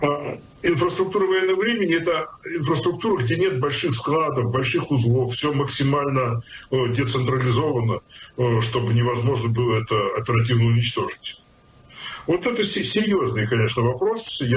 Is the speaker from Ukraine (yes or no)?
yes; Ukraine